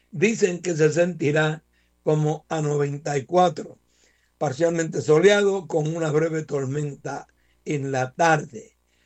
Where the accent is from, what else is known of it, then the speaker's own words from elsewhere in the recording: Vega Alta, Puerto Rico; en territorio de los Ñangotao, mi pueblo natal, Vega Alta